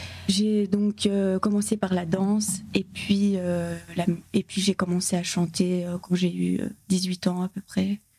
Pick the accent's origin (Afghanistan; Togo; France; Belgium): Belgium; Luttre, Wallonia; je viens de Lutre, donc c'est entre Charleroi voilà. Et Nivelles.